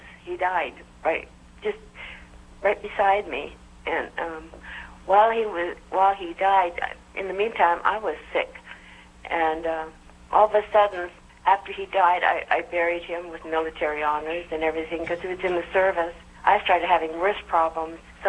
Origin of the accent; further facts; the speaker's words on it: Boynton Beach, Florida, United States; I'm from Boynton Beach, Florida, Mother.